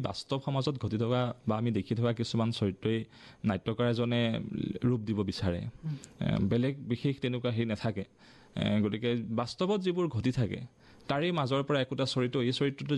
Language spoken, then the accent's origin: Assamese; Nagaon, Assam, India; মই নগাঁৱৰ বাসিন্দা